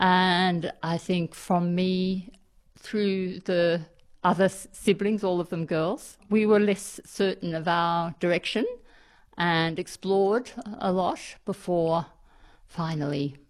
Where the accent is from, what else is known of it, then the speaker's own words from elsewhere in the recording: Katoomba, New South Wales, Australia; born there; also born or lived in Sydney; I was born in Sydney, but my family didn't live there. They lived in Katoomba. It's a small town in the Blue Mountains. So I was taken back there and spent my first 7 years in the Blue Mountains. And I regard that as my home country, if you like.